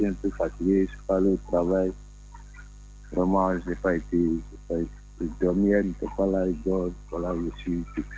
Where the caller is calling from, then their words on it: Bingerville, Côte d’Ivoire; J'appelle de Benjeville.